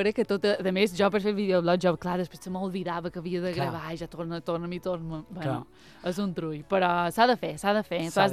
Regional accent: Petra, Balearic Islands, Spain; Mira que sóc de Petra i la verbena de Petra

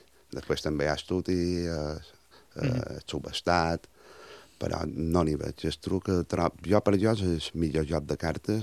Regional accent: Montuïri, Balearic Islands, Spain; un joc tradicional que tenim en el meu poble, que és Montuïri

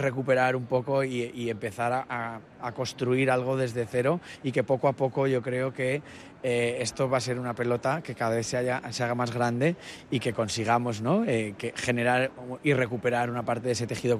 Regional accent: Madrid, Community of Madrid, Spain; Soy de Madrid.

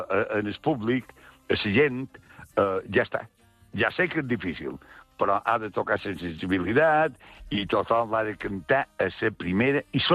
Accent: Mallorca, Balearic Islands, Spain; Jo som la terra de Mallorca.

